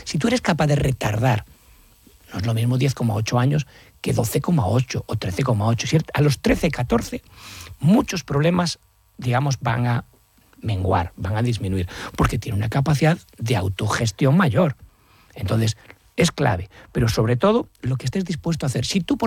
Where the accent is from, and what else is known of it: Galicia, Spain